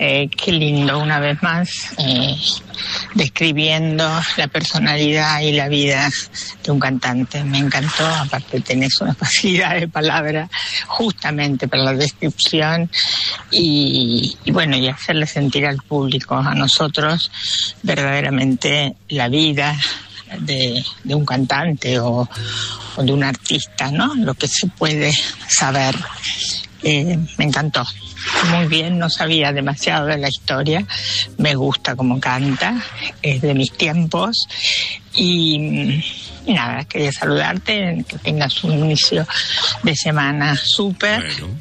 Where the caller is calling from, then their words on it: Italy; de Italia.